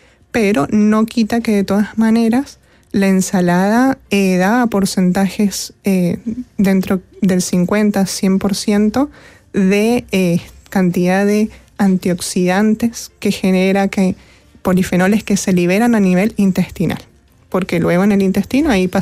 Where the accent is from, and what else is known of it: Mendoza, Argentina